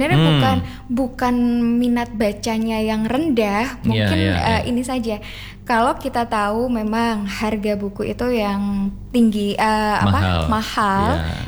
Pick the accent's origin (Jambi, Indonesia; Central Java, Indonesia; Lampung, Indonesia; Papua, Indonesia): Central Java, Indonesia; Boyolali; Karena kalau di Boyolali sendiri, ini di daerah saya sendiri ya, Kak ya.